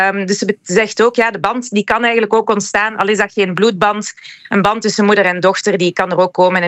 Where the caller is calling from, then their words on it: Leuven, Flanders, Belgium; Aan de Vaart in Leuven.